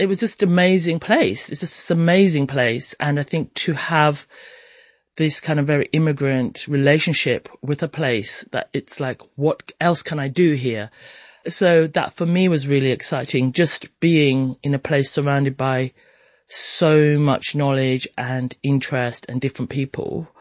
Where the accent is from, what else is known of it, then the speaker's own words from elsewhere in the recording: St. Kitts & Nevis; also born or lived in Kenya; now in United Kingdom; My dad's Kenyan. I was born in Kenya. And then when my parents separated, I moved to St. Kitts.